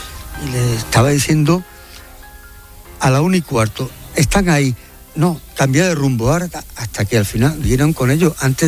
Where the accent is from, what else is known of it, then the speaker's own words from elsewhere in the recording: Spain; Nosotros, los melillenses y los ceutíes, somos mucho más españoles que, bueno, no españoles, digamos que somos nacionalistas